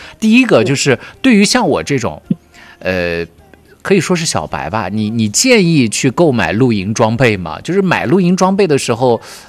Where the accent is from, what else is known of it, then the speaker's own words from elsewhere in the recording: Xinjiang, China; 我们新疆人